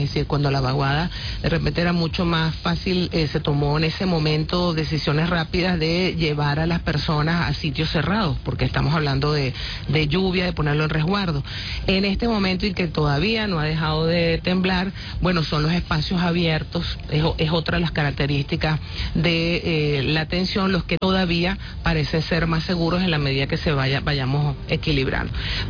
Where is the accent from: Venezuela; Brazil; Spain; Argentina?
Venezuela; como somos los venezolanos